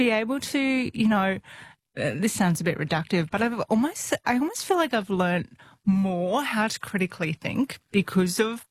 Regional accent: Brisbane, Queensland, Australia; When I was about 15, I grew up in Brisbane, I joined the Queensland Theatre Youth Ensemble

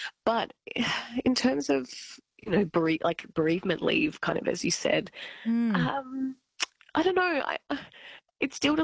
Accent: Albury, New South Wales, Australia; In Albury-Wodonga, so I'm from Albury

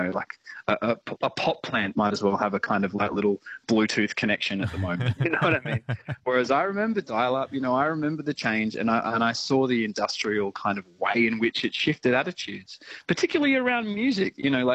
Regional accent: Wagga Wagga, New South Wales, Australia; I grew up in Wagga Wagga playing, you know, in youth music bands essentially.

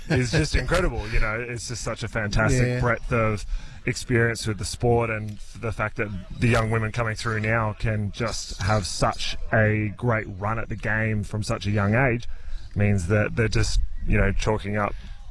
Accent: Melbourne, Victoria, Australia; also born or lived in Adelaide / Sydney; now in Dubbo, Australia; Oh, I'm originally from Adelaide. Grew up Melbourne, but then, you know, with families moving around, you know, with Dad's work, we followed our way up to Sydney and then moved to Dubbo

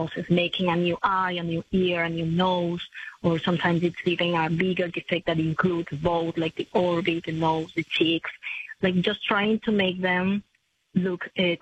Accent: Ecuador; English is a second language; I am originally from Ecuador

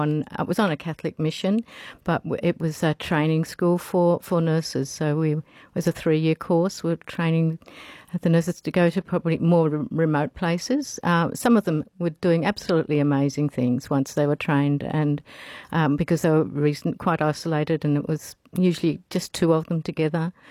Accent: Tasmania, Australia; also born or lived in South Australia / Papua New Guinea / Northern Territory; I was born and bred in Tasmania, and I've lived in South Australia for a short period, Papua New Guinea. I went back to Tasmania and then to the Territory.

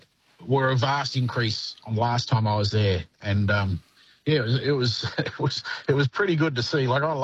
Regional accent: Bright, Victoria, Australia; No, I come from Bright in northeast Victoria.

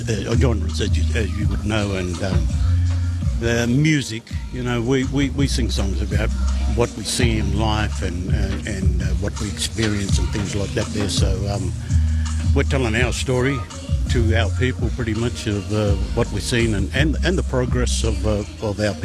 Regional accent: Geraldton, Western Australia, Australia; Geraldton. I'm born and bred in Geraldton, yeah.

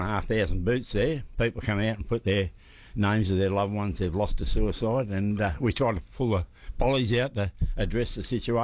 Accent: Sydney, New South Wales, Australia; now in Coffs Harbour, Australia; Always from Coffs, mate. I've been here for a long time. Originally from Sydney, but long time I've been up here.

